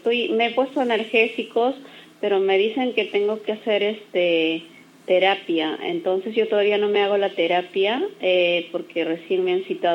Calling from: Lima, Peru; Yo vivo en San Martín de Porres

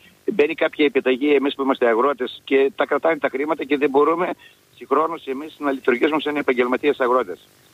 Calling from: Thessaly, Greece

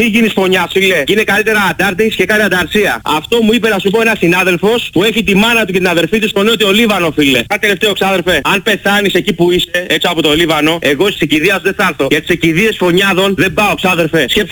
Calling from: Lyon, Auvergne-Rhône-Alpes, France; από τη Λιόν.

